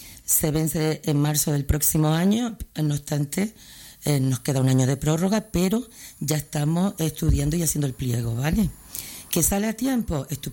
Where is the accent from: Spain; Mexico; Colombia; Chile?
Spain; Santa Brígida, Canary Islands; soy de Santa Brígida, lógicamente.